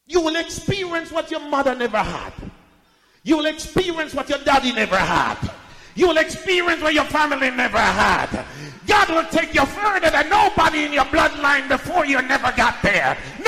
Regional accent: Jamaica; I'm from Jamaica. I am the least likely person in my family. I am the black sheep of the family.

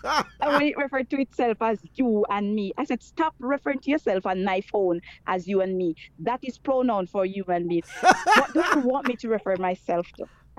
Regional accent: Jamaica; Sorry, let me, you know we're Jamaican.

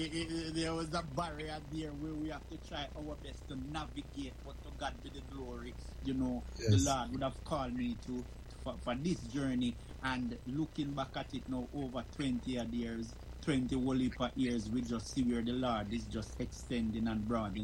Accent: Clarendon, Jamaica; accent: strong Jamaican patois; moved away as an adult; now in United Kingdom; I was born and raised in Clarendon. Went to the Spalding's comprehensive secondary school, then now it's Spalding's High School. Migrated to the United Kingdom

